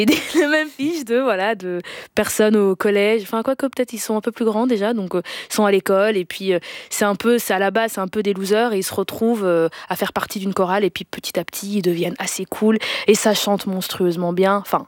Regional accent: Denderleeuw, Flanders, Belgium; j'ai grandi en Belgique, et puis j'ai grandi dans une petite commune qui s'appelle Denderleu.

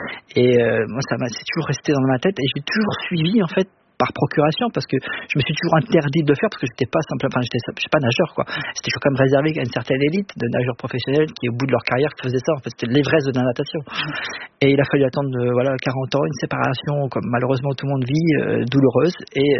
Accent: Saint-Valery-sur-Somme, Hauts-de-France, France; also born or lived in Sangatte; Alors, entre la Côte d'Opale et la baie de Somme.

